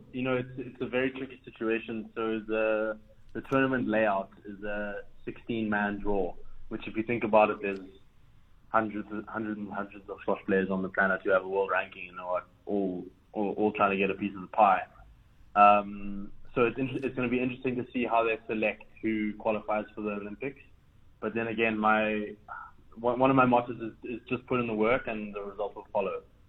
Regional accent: South Africa; as a South African squash player

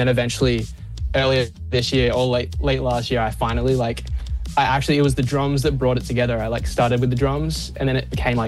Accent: Perth, Western Australia, Australia; now in Los Angeles, United States; Yeah, I'm from Perth.

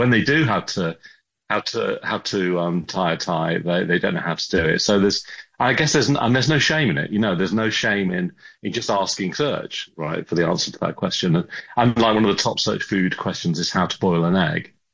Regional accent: England, United Kingdom; moved away as an adult; now in San Francisco, United States; I had a very English upbringing, grew up in the middle of the countryside.

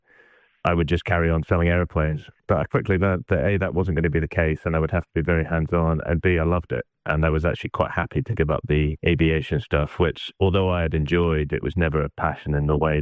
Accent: Edinburgh, Scotland, United Kingdom; moved away as an adult; now in London, United Kingdom; I'm from Edinburgh originally, so I moved down to London 20 years ago now.

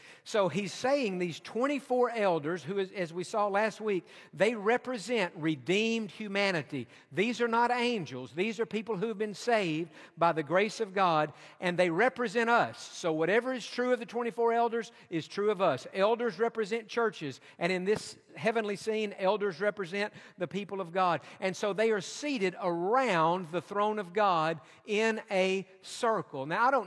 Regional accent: Tennessee, United States; moved away; also born or lived in Georgia; I was born in Georgia, but my childhood years were spent in East Tennessee. And so my first memories in life are in those Smoky Mountains

